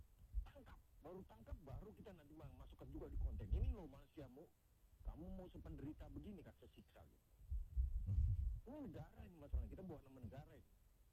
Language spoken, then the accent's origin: Indonesian; Samarinda, East Kalimantan, Indonesia; Saya di Kalimantan Timur, Pak, minta maaf ya, saya Samarinda, saya anak Samarinda.